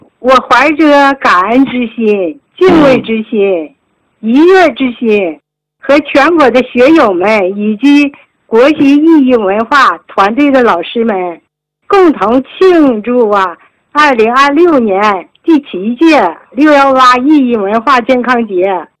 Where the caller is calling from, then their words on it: Suihua, Heilongjiang, China; 我是来自黑龙江绥化，